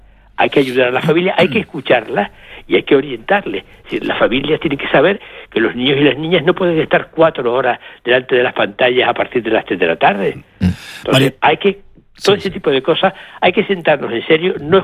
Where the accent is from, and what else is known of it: Canary Islands, Spain